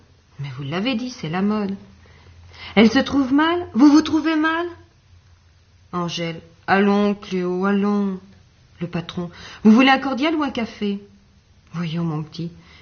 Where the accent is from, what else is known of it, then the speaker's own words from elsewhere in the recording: Occitanie, France; Je vais vous raconter une histoire vraie de mon village. Je suis des Causses, moi.